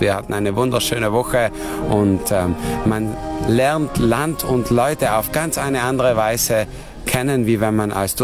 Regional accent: Trentino-Alto Adige, Italy; Wir sind aus Südtirol, eigentlich aus Philanders. Es ist ein kleines Dorf auf 900 Höhenmeter mit ca. 2000 Einwohnern.

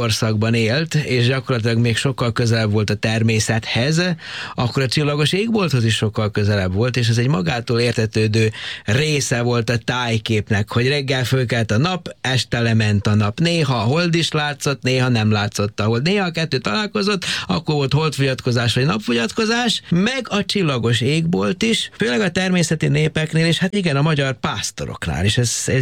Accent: Horgoš, Vojvodina, Serbia; annyi horgos faluban nőttem föl, ugye Jugoszláviának hívták akkor még azt az országot

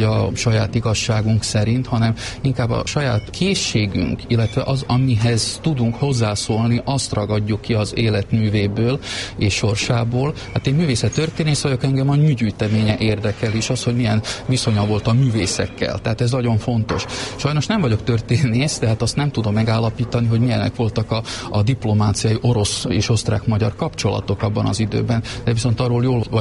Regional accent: Vlachovo, Košice Region, Slovakia; Én gömöri vagyok, akkor azt mondom, hogy Olágpatakon, nem messze Betlértől.

